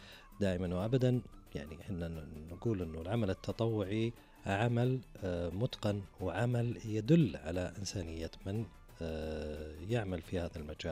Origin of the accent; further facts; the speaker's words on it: Saudi Arabia; اللي تخدم بلادنا المملكة العربية السعودية